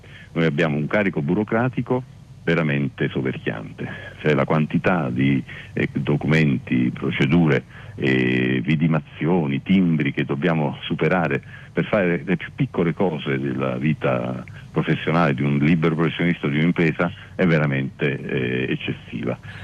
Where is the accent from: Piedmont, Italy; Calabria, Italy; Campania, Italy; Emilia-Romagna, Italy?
Campania, Italy; Naples; io sono napoletano di origine, c'è un bellissimo proverbio che afferma: meglio essere la coda di un'alice che la testa di un cefalo.